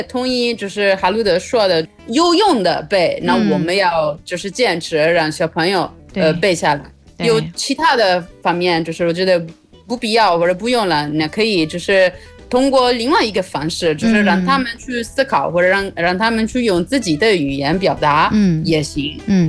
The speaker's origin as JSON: {"language": "Chinese", "country": "Italy", "second_language": "Chinese", "said": "感谢大家 ，Ciao a tutti，"}